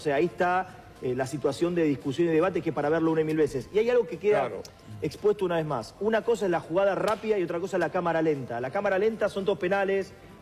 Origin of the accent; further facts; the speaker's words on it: Argentina; Obviamente que somos argentinos